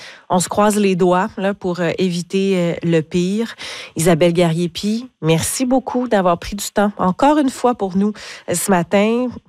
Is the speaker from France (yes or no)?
no; Quebec, Canada; chez nous au Québec.